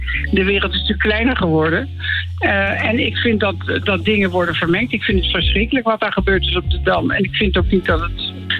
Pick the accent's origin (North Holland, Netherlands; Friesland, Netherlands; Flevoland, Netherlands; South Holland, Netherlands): North Holland, Netherlands; Amsterdam; ik ben geboren getogen in Amsterdam.